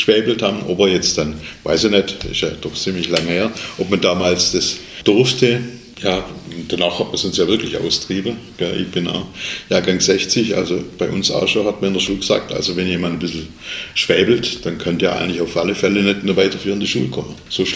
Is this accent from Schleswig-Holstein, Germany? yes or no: no; Albstadt, Baden-Württemberg, Germany; allein, wo ich herkomme, Albstadt Ebinger, ja, Auschmettinger, zwei Orte weiter, die hast du nicht verstanden.